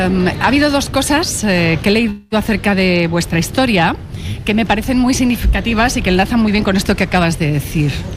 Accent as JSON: {"language": "Spanish", "town": "Salamanca", "region": "Castile and León", "country": "Spain", "said": "somos de Salamanca, exigentes"}